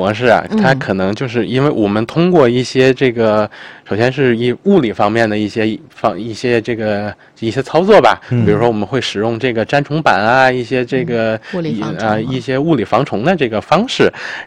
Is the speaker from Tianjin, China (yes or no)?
yes; Tianjin, China; 我们天津人